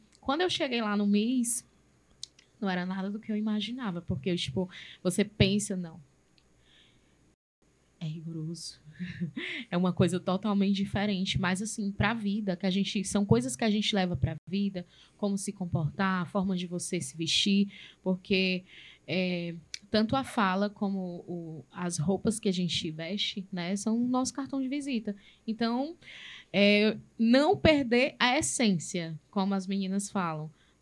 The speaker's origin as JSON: {"language": "Portuguese", "town": "Acopiara", "region": "Ceará", "country": "Brazil", "tie": "born or raised there", "moved": "yes", "lives_now": "Fortaleza, Brazil", "said": "Eu sou natural de Acopiara."}